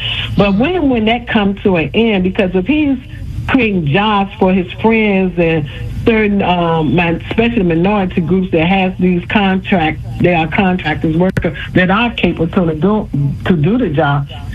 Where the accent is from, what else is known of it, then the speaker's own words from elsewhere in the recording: Virginia, United States; like I'm from Virginia, we have Mark Warner.